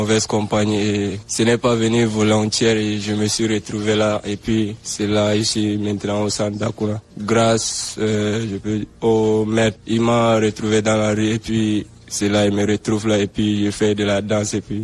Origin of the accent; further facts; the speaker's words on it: Cameroon; now in Chad; Je me suis retrouvé ici au Tchad. Donc c'est de ma volonté que je suis venu ici. Et je suis Camerounais.